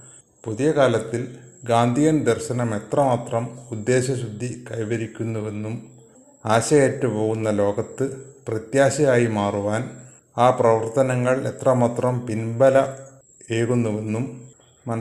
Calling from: Kakkur, Kerala, India

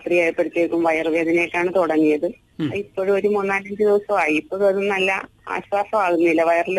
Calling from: Mannancherry, Kerala, India; മണ്ണഞ്ചേരിയിൽ നിന്നാണ് വിളിക്കുന്നത്.

